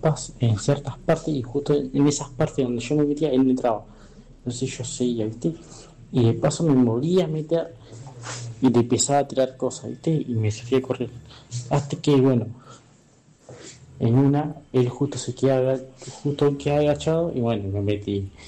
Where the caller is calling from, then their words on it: Argentina; soy de Argentina.